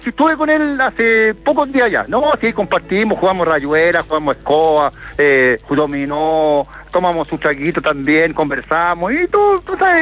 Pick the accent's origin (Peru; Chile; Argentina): Chile; Curicó, Maule; moved away as an adult; also born or lived in Copiapó / San Felipe; yo estuve 18 años viviendo fuera de Curicó y estuve en Copiapó, en Quilpuela y San Felipe